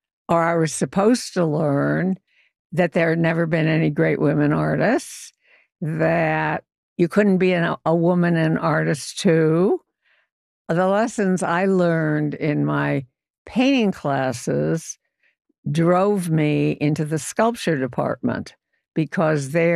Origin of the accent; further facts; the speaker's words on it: Chicago, Illinois, United States; And I grew up in Chicago. At 5, I started.